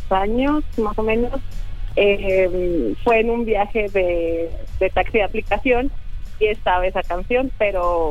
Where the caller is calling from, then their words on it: Toluca, State of Mexico, Mexico; Estoy en Toluca.